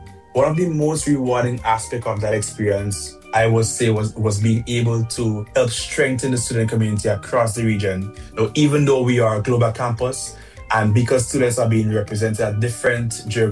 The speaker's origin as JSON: {"language": "English", "country": "Grenada", "said": "I'm from the Spice Island of Grenada."}